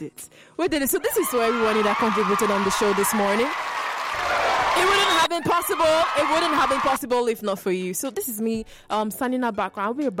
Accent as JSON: {"language": "English", "country": "Nigeria", "said": "as Nigerian kids."}